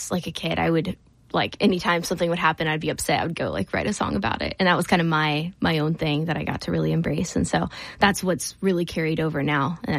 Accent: Chillicothe, Ohio, United States; now in Columbus, United States; I grew up in Chillicothe originally.

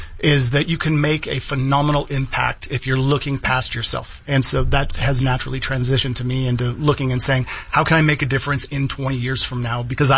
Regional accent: Topeka, Kansas, United States; also born or lived in Southern California; I did a lot of my younger growing up in Topeka, Kansas, before moving to Southern California as my dad was driving trains.

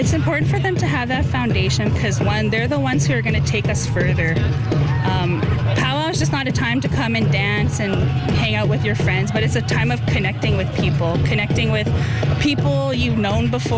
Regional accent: Ebb and Flow First Nation, Manitoba, Canada; now in Winnipeg, Canada; I'm First Nations as well, I come from Ebb and Flow First Nation

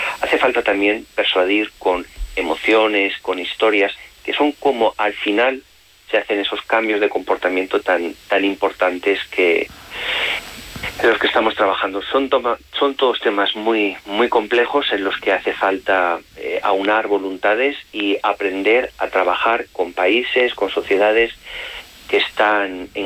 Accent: Villamediana de Iregua, La Rioja, Spain; que me llaméis de La Rioja, que me siento muy orgulloso de llevar siempre el nombre de La Rioja, de mi pueblo, de Villamediana, allí donde voy.

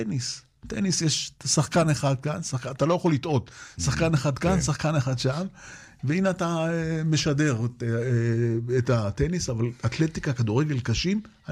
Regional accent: Jaffa, Tel Aviv District, Israel; אבל אני גדלתי על ספורט. גדלתי על ספורט גם ביפו וגם באהבה האישית שלי.

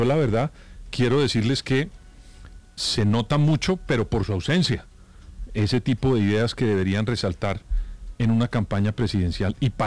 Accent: Colombia; los que terminamos perdiendo somos los colombianos

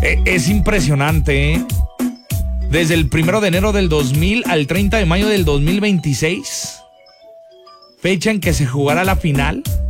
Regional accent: Mexico; así somos los mexicanos

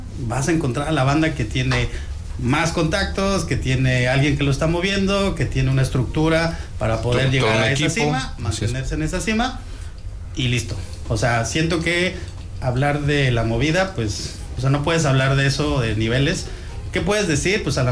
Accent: Mexico; nosotros como mexicanos, la banda que estamos en esto

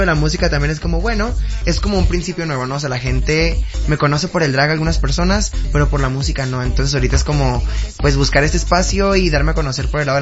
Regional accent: Mexicali, Baja California, Mexico; moved away; lo que me llevó a poder salir de Mexicali, porque soy de Mexicali.

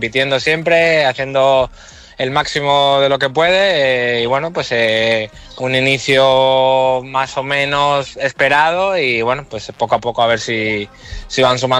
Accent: Málaga, Andalusia, Spain; para mí, siendo malagueño, habiendo jugado en la cantera y luego en el primer equipo

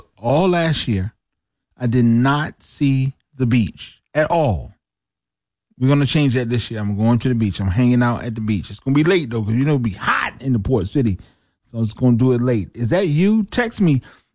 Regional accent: Wilmington, North Carolina, United States; I'm from Wilmington.

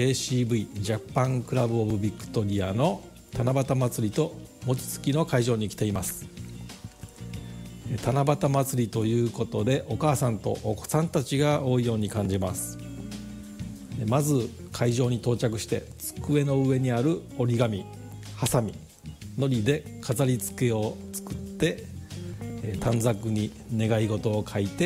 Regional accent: Kansai, Japan; now in Victoria, Canada; 私は関西人の出身なので

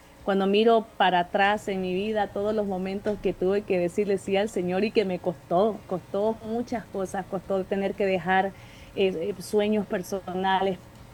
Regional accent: Bolivia; born there; yo nací en Bolivia, mi español está bien, mi mamá nunca nos dejó olvidarnos el español

